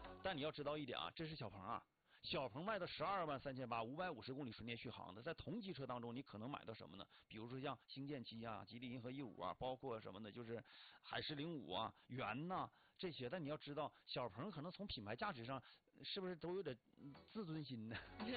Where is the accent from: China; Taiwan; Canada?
China; Northeast China; 作为东北人来说